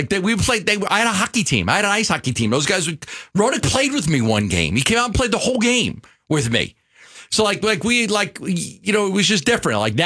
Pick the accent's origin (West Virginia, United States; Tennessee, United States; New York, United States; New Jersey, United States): New York, United States; accent: New York; moved away as an adult; now in Phoenix, United States; I was a New Yorker. I was coming here from. I was a kid from New York doing a show.